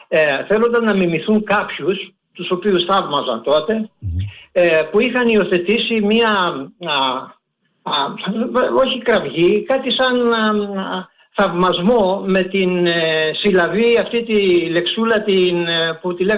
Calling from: Greece; Σαν Έλληνες, το έχουμε ιερή υποχρέωση.

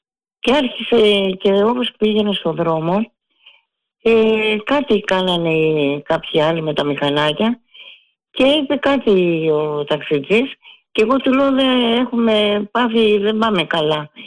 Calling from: Nea Smyrni, Attica, Greece; είμαι από Νέα Σμύρνη.

